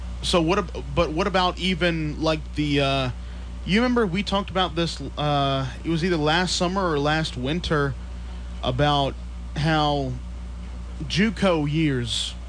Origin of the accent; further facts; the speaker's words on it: Mount Airy, United States; But when I was growing up in Mount Airy, sixth graders could not play on the middle school team